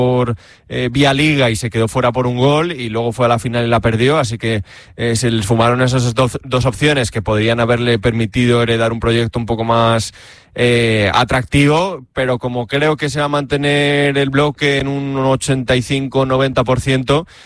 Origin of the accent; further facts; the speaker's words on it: Villanueva de la Cañada, Community of Madrid, Spain; mi pueblo es lo que es, que eso, bueno, es Villanueva de la Cañada, que está pues a una media hora en coche más o menos del centro de Madrid.